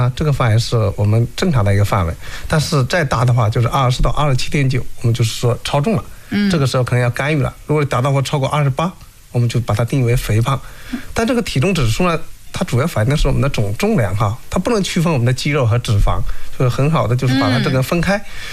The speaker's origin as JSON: {"language": "Chinese", "country": "China", "said": "尤其是说亚洲男性，我们中国人哈"}